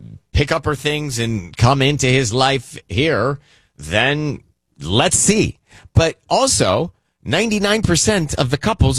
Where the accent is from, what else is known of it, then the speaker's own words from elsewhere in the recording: Georgia, United States; now in California, United States; I'm from Georgia. I moved to California.